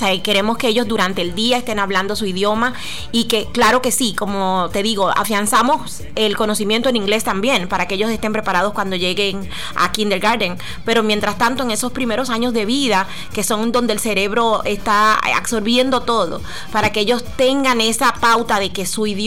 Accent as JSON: {"language": "Spanish", "country": "Dominican Republic", "moved": "as an adult", "lives_now": "Grand Rapids area, Michigan, United States", "said": "mi mamá era maestra por más de 30 años en mi país, República Dominicana"}